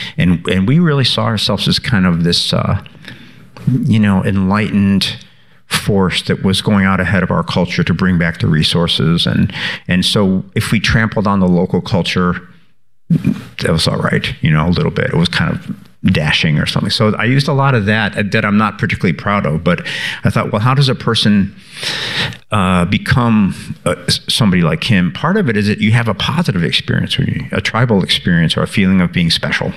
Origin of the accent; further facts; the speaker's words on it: Chicago, Illinois, United States; I grew up in Chicago on the South Side, and there was a very, very male-centered time.